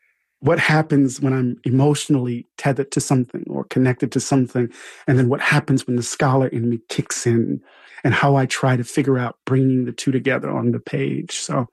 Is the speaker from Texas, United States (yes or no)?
no; Pascagoula, Mississippi, United States; born or raised there